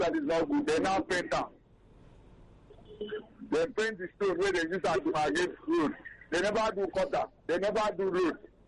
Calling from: Ojo, Lagos, Nigeria; Please, I'm calling from Ojo local government.

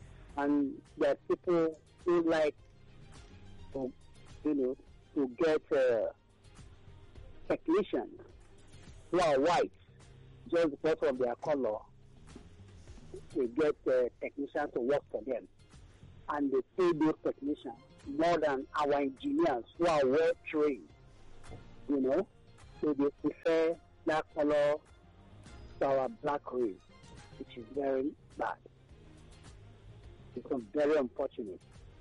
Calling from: Ikotun, Lagos, Nigeria; I'm calling from Abaranja in Ikoti.

